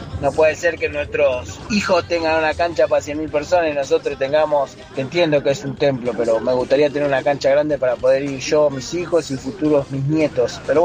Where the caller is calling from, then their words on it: Moreno, Buenos Aires Province, Argentina; soy de Moreno.